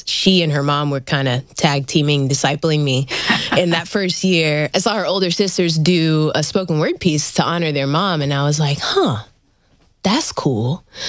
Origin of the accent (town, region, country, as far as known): Manila, Metro Manila, Philippines; born there